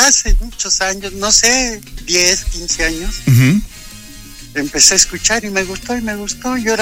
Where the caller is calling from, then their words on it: Gualupita, State of Mexico, Mexico; De Gualupita, aquí en el Estado de México